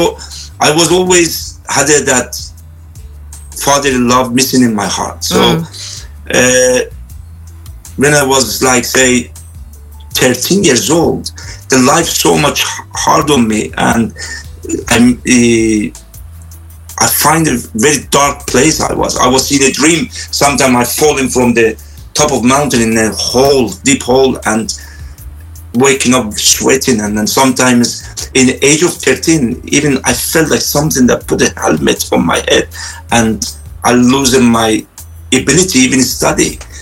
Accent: Iran; moved away as an adult; I was born in Iran. I was raised in Iran until the age of 21.

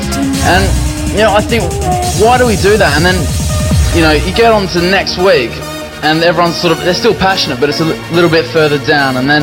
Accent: Sydney, New South Wales, Australia; moved away; I'm from Australia, from Sydney

